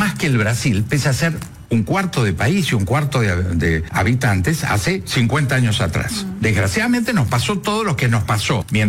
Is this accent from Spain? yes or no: no; Argentina; Obviamente lo que más tenemos que cuidar la relación somos los argentinos